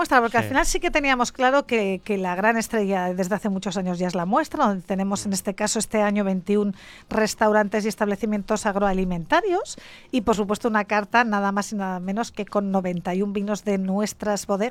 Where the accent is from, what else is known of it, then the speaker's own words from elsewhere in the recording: Aragon, Spain; como buenos mediterráneos españoles y somontanos